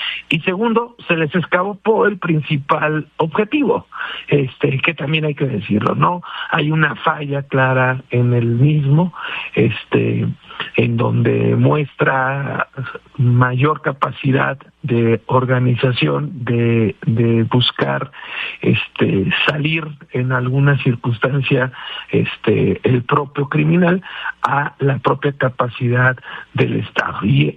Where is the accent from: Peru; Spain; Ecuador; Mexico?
Mexico; Michoacán; yo soy michoacano.